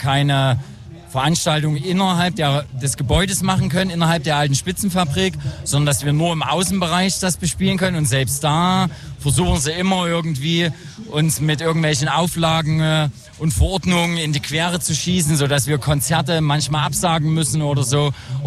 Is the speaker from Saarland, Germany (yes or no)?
no; Grimma, Saxony, Germany; Also in meiner Jugend war in Grimmer durchaus noch sehr viel los, aber tatsächlich ist das so ab Mitte der Nullerjahre immer weniger geworden